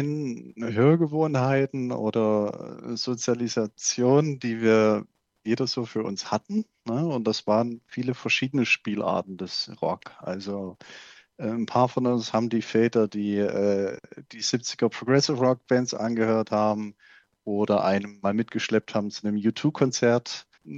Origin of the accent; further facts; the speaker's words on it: Reichenbach im Vogtland, Saxony, Germany; unweit von meiner Heimat, nämlich der Berg Reichenbach im Vogtland.